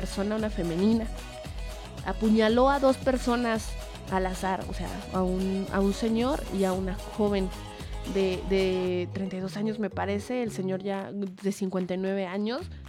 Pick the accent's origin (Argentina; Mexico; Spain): Mexico; Es un mes donde ya todos nos pusimos mexas, donde todos somos más mexicanos, somos muy patrióticos por la independencia de México este próximo 16 de septiembre.